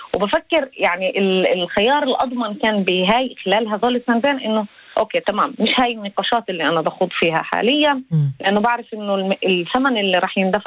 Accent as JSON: {"language": "Arabic", "country": "Palestine", "said": "هاي النظام الجديد كان قصده بالأساس أنه أصلا يمنعنا إحنا كطلاب فلسطينيين بالجامعات الإسرائيلية من أنه نفكر."}